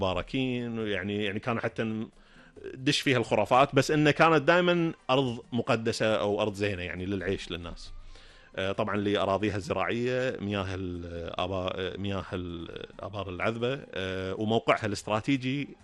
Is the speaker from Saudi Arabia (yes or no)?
no; Kuwait; عايشين هنا عندنا بالكويت